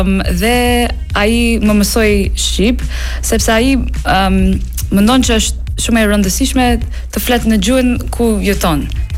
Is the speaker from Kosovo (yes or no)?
no; England, United Kingdom; first language English; Albanian is a second language; moved away as an adult; now in Albania; Po, atëherë un jam lindur dhe rritur në Angli, por mami është nga India, babi nga Iran.